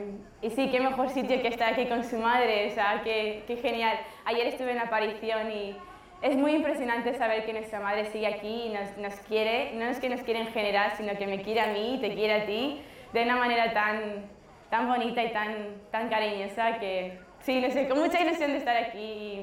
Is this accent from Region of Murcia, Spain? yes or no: no; Santander, Cantabria, Spain; soy de Santander, España, y estoy aquí en Medjugorje